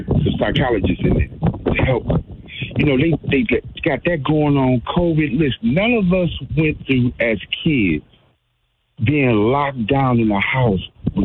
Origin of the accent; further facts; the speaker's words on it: Milwaukee, Wisconsin, United States; I'm a native from Milwaukee.